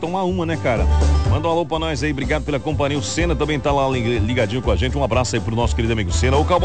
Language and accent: Portuguese; Brazil; Porque somos brasileiros de verdade, né?